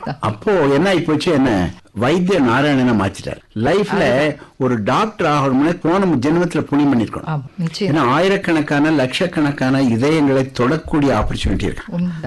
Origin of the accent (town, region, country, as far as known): Tamil Nadu, India; born or raised there